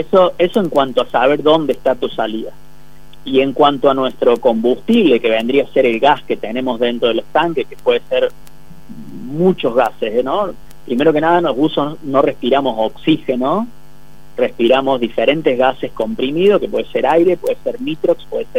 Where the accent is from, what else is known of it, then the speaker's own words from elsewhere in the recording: Córdoba, Argentina; accent: cordobés; No de Córdoba capital, pero soy de un pueblito de Córdoba.